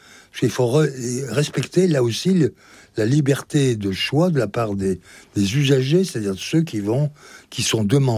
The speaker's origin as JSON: {"language": "French", "town": "Belley", "region": "Auvergne-Rhône-Alpes", "country": "France", "tie": "born or raised there", "said": "Et après, j'étais chez moi, je suis chez moi à Belley. Mes parents, mon père y a exercé son activité économique et en même temps était premier adjoint. Ma mère est née là et nous a élevés ici."}